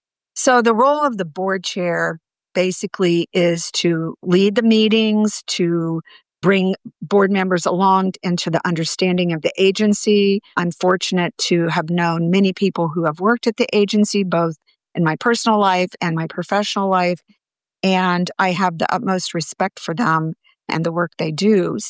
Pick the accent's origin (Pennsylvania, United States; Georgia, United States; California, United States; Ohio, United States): Ohio, United States; moved away as an adult; now in Athens, Ohio, United States; where I grew up in Central Ohio.